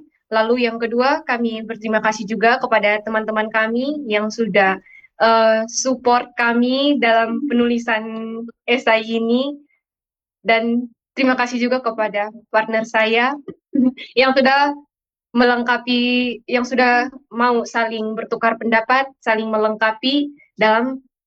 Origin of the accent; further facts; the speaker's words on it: East Nusa Tenggara, Indonesia; kita berada di daerah NTT